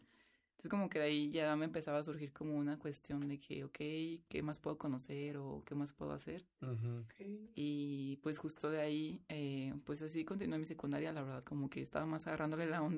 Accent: Guanajuato, Mexico; born there; now in León, Mexico; yo soy de Guanajuato capital, de hecho. Sí, allá mi tierra natal.

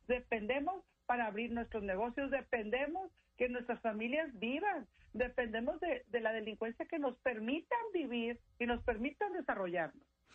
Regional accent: Sinaloa, Mexico; que así somos los sinaloenses.

